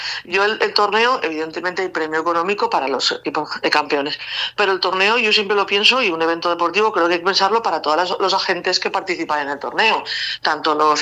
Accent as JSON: {"language": "Spanish", "town": "Remolinos", "region": "Aragon", "country": "Spain", "tie": "born or raised there", "said": "Yo, por ejemplo, lo he vivido. Yo vivía en Remolinos y a cierta edad no pude seguir jugando en mi pueblo."}